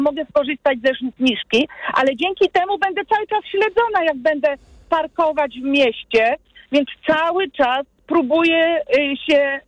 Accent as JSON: {"language": "Polish", "town": "Kraków", "region": "Lesser Poland", "country": "Poland", "said": "Ja z Krakowa. Jestem krakowianką"}